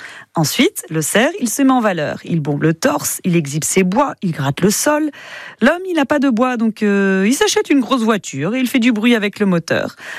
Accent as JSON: {"language": "French", "town": "Bordeaux", "region": "Nouvelle-Aquitaine", "country": "France", "tie": "born there", "said": "moi personnellement, je suis bordelais de naissance."}